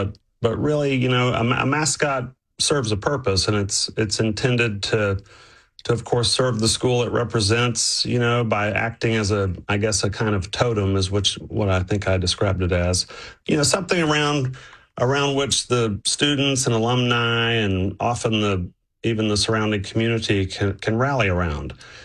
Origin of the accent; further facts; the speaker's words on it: Temple, Texas, United States; And I grew up in Temple. I was a wildcat